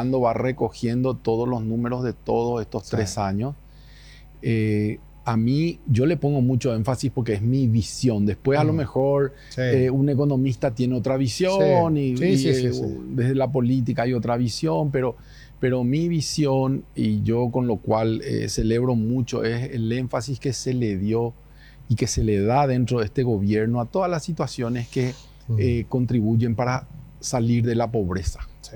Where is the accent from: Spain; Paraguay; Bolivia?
Paraguay; eso viene ya de cómo somos los paraguayos desde que vinieron los primeros.